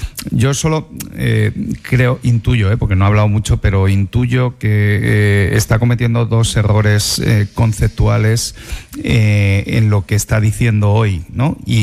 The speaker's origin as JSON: {"language": "Spanish", "town": "Alcalá de Henares", "region": "Community of Madrid", "country": "Spain", "said": "Yo soy de Alcalá, y en Quevedo estaba allí en mi universidad también"}